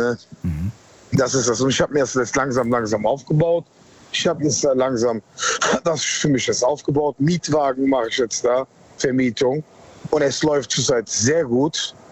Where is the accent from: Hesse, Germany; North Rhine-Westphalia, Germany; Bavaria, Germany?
North Rhine-Westphalia, Germany; Cologne; Ja, aus Köln.